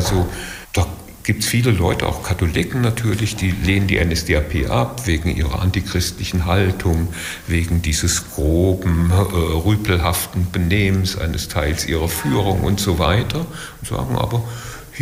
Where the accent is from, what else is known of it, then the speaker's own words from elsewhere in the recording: Germany; aber ich als Deutscher